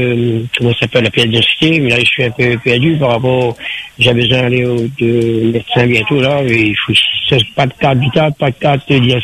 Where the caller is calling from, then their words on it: Sainte-Clotilde, Réunion; Moi, j'habite pas ici, moi, j'habite à Saint-Clotilde, mais c'est chez la famille ici.